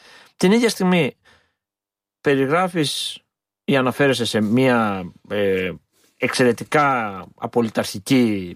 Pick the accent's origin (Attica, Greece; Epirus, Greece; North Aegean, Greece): Epirus, Greece; Ioannina; Εγώ μεγάλωσα στα Γιάννενα τη δεκαετία του 80, δηλαδή γεννήθηκα στα τέλη της δεκαετίας του 70